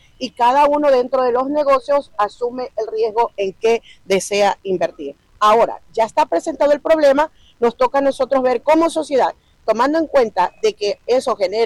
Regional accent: Manabí, Ecuador; más allá de ser una gobernadora, soy una manabita

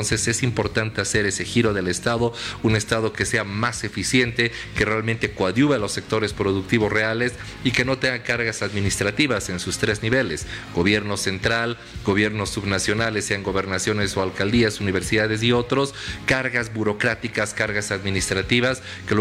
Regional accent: Bolivia

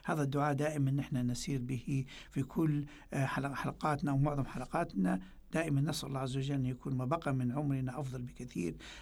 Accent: Libya; نحن كليبيين كدولة ليبية

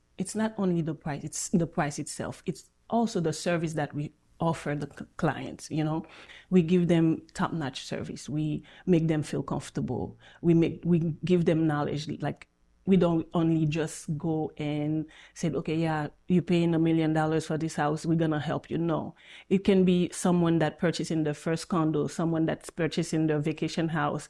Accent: Haiti; now in United States; I'm an immigrant myself. I'm from Haiti

